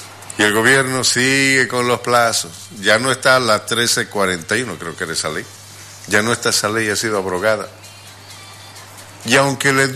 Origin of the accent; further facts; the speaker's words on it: Bolivia; ya sabemos cómo somos los bolivianos